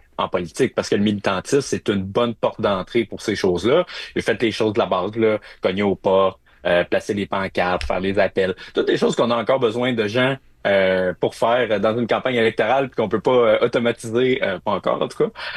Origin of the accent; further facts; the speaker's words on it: Cap-Rouge, Quebec, Canada; moved away as an adult; now in Ottawa, Canada; suis un gars de Québec, fondamentalement. Même si maintenant, je reste à Ottawa, bientôt à Montréal, j'ai grandi à Cap-Rouge, fait que banlieue ouest de Québec. Je suis resté là jusqu'à mes 24 ans.